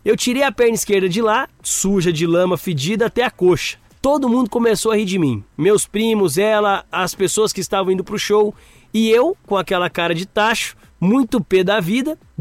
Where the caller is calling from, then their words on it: Belém, Pará, Brazil; sou deficiente visual e falo de Belém do Pará.